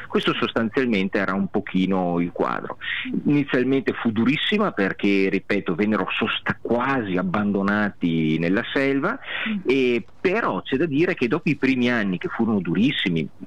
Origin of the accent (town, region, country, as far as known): Veneto, Italy